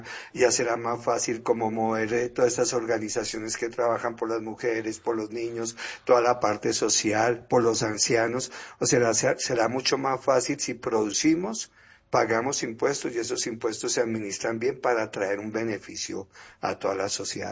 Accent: Colombia

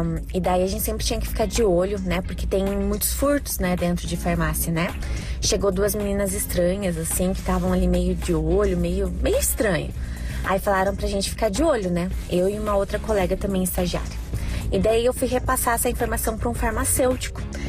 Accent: Curitiba, Paraná, Brazil; sou de Curitiba.

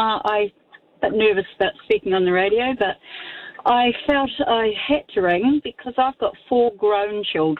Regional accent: Dunedin, Otago, New Zealand; moved away; But we're originally from Dunedin.

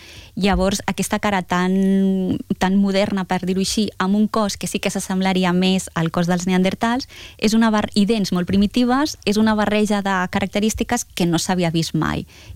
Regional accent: Tarragona, Catalonia, Spain; Jo soc de Tarragona

